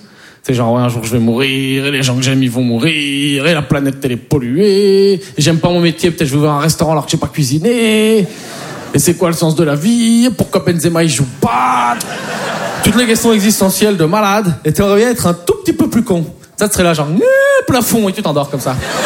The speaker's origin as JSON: {"language": "French", "town": "Poitiers", "region": "Nouvelle-Aquitaine", "country": "France", "said": "Mais bon, moi, je viens de Poitiers, j'ai un pote, c'est un Kiki."}